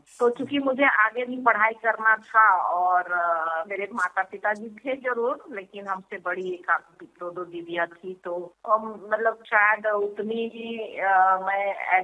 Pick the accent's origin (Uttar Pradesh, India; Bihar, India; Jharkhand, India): Jharkhand, India; Ramsiri; also born or lived in Mahuadanr; मैं मेरे गांव से, रामसिरी गांव है, वहां से महुआनार जब बोर्डिंग स्कूल में मेरी दाखिला हुई